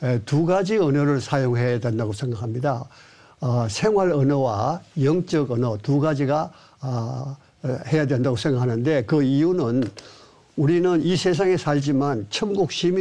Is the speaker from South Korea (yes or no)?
yes; Daegu, South Korea; moved away as an adult; 저는 그 고향이 대구입니다.